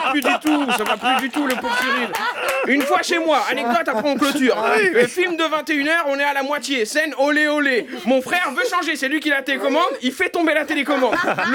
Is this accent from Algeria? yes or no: yes; Algeria; Moi, je suis algérien.